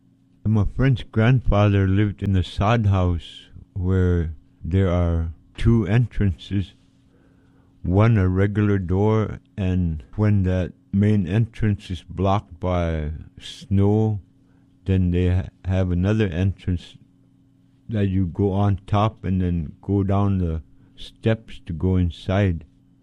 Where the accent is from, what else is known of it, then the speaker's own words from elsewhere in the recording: Point Hope, Alaska, United States; I'm an Inupiaq from Tikiaq, Point Hope, Alaska.